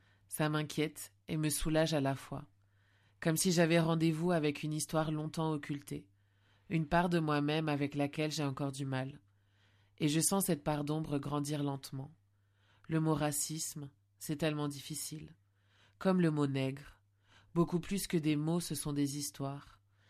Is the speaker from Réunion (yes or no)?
yes; Réunion; alors que je viens de la Réunion